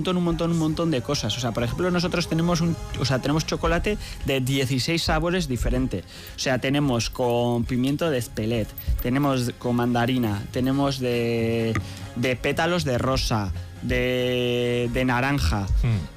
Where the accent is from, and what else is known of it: Tolosa, Basque Country, Spain